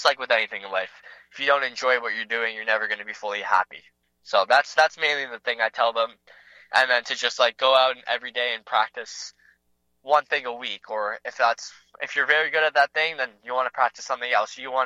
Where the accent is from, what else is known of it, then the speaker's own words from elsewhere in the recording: Canada; So yeah, I'm from Canada.